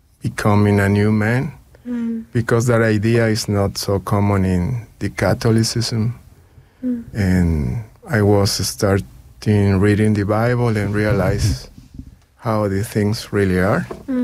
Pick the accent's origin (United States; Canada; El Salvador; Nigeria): El Salvador; San Salvador; moved away as an adult; also born or lived in Santa Cruz, Bolivia; now in New Zealand; I was living in El Salvador, in my hometown. San Salvador is the capital city of El Salvador, a country in Central America.